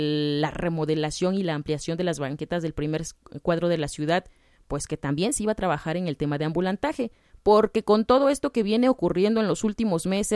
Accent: Oaxaca, Mexico

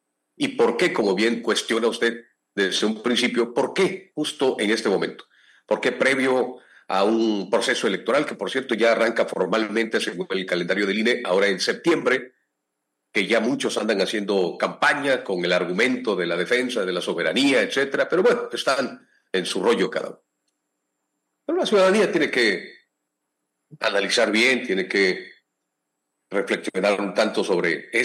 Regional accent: Mexico

